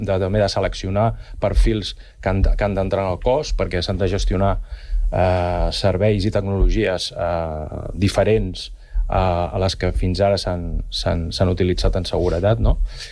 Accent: Sant Cugat del Vallès, Catalonia, Spain; jo per exemple soc de Volpelleres, visc a Volpelleres, i costa veure efectius a peu.

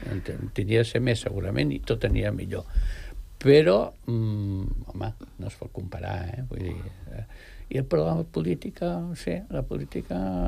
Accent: El Masnou, Catalonia, Spain; I hi ha un pintor del Masnou, que és el meu poble, que és en Villà.

